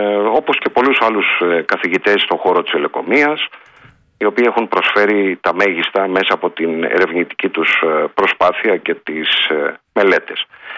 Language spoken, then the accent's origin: Greek; Greece; now in Laconia, Greece; στην κουλτούρα μας σαν Έλληνες και σαν ελληνικός λαός.